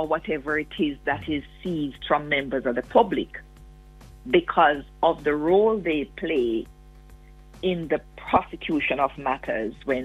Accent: Westmoreland, Jamaica; When I was growing up in Westmoreland

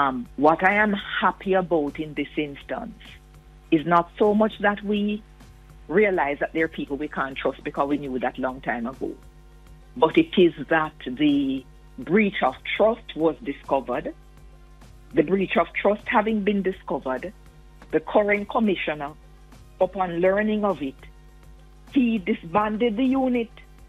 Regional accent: Westmoreland, Jamaica; When I was growing up in Westmoreland

